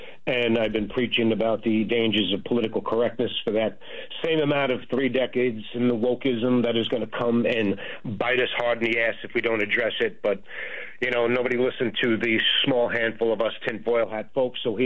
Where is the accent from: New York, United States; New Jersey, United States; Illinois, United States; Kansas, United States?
New York, United States; Staten Island; You know, I am going to miss my hometown of Staten Island because I'm there every year in the parade, small town, USA.